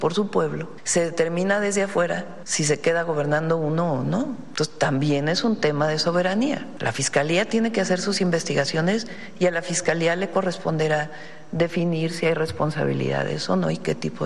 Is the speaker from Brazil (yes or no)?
no; Mexico; No, pero tenemos que ser muy serios como mexicanos